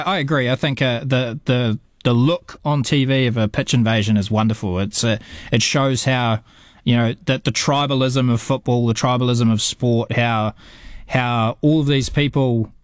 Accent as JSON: {"language": "English", "area": "Kapiti", "region": "Wellington", "country": "New Zealand", "tie": "born or raised there", "said": "growing up in Kapiti, I played for the Raumati Hearts."}